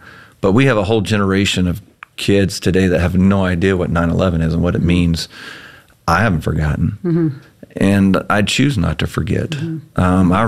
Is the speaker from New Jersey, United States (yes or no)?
no; Boone, North Carolina, United States; You know, I'm a Southern boy, and so I'm very thankful. I grew up in Boone, North Carolina.